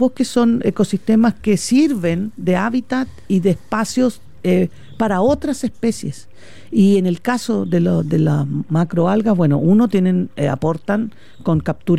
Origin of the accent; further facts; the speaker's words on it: Magallanes and Chilean Antarctica, Chile; yo vengo de Magallanes